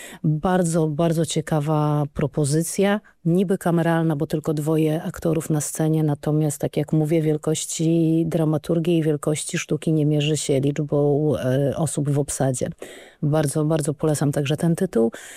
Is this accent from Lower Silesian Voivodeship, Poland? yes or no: no; Olsztyn, Warmian-Masurian Voivodeship, Poland; jestem olsztynianką, więc jest to bliskie miejsce memu sercu